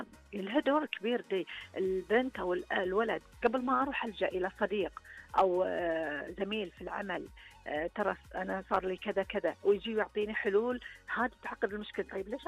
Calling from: Saudi Arabia; عندنا في السعودية

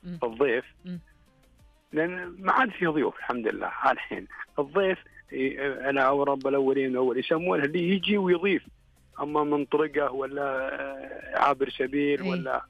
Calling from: Riyadh, Riyadh Province, Saudi Arabia; أنا من أهل الرياض أصليين أساسيين.

